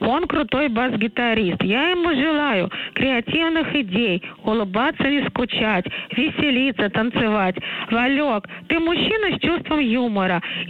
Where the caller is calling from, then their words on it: Moscow, Russia; из Москвы.